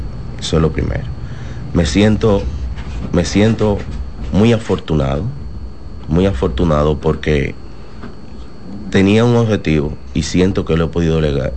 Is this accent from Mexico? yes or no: no; Dominican Republic; moved away; Como vengo de otra parte del mundo y soy dominicano